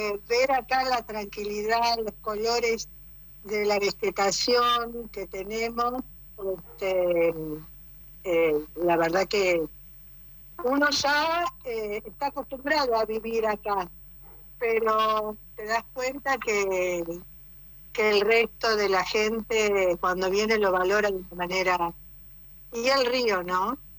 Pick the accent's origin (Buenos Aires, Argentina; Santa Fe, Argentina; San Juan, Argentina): Buenos Aires, Argentina; now in Concordia, Argentina; Yo soy de Buenos Aires, y cuando vienen mis amigos o mis familiares y vienen acá